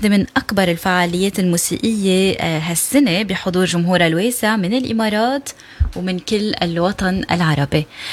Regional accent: Lebanon; نحن كلنا كلبنانيين

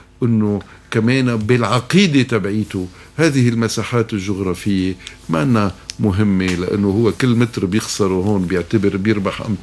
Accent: Lebanon; نحن خيي كلبنانيين

